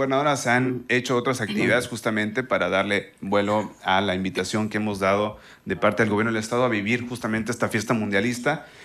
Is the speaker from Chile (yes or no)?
no; Mexico; es un orgullo para nosotros como mexicanos.